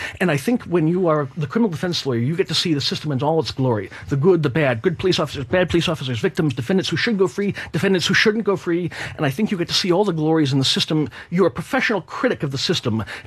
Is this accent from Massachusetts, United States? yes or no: yes; Lynnfield, Massachusetts, United States; So I'm born and raised in Linfield. I grew up here. I was homeschooled.